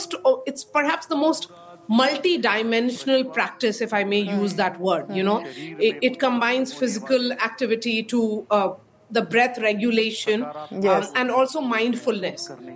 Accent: Bihar, India; This one is from my home state of Bihar.

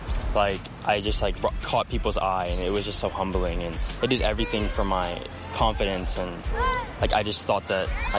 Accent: Groves, Texas, United States; I'm from Groves, Texas.

